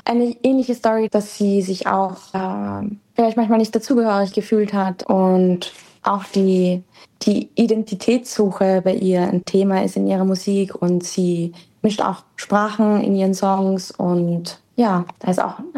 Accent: Vienna, Austria; born there; Ich habe mich sehr lange nicht dazugehörig gefühlt als Österreicherin, obwohl ich in Wien geboren bin. Aber ich wurde von klein auf gefragt, wo eigentlich meine Wurzeln sind und quasi zu mexikanisch, um österreichisch zu sein, aber auch zu österreichisch, um Mexikanerin zu sein.

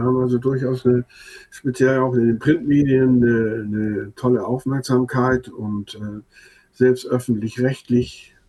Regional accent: Northern Germany, Germany; accent: Plattdeutsch; first language Low German; German is a second language; Also, Plattdeutsch ist eigentlich meine Muttersprache

